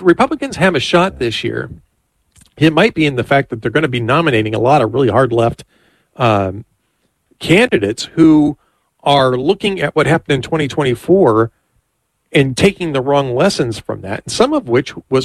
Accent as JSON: {"language": "English", "town": "Los Angeles", "region": "California", "country": "United States", "tie": "born or raised there", "moved": "as an adult", "said": "I was born in Los Angeles. Yeah. You know, this is my native area. I lived there for 30 years."}